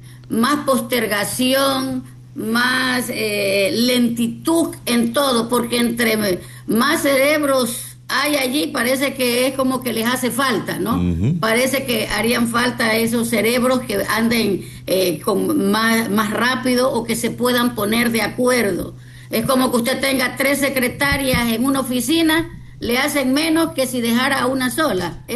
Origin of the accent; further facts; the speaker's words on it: Ecuador; Yo creo que hay muchas leyes que deberían pensarse como ecuatorianos para proteger a todo lo que es vulnerable en el Ecuador